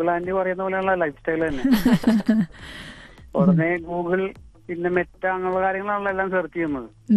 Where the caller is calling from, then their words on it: Maradu, Kerala, India; വീട് മരട്.